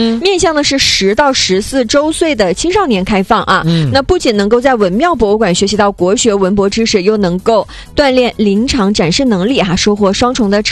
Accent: Liaoyuan, Jilin, China; 我小时候在辽源

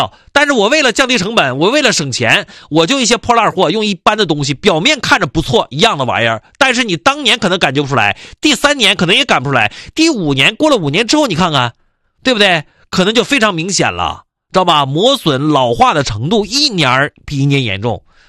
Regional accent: Jilin, China; 你要是咱东北的，特别咱吉林省的，

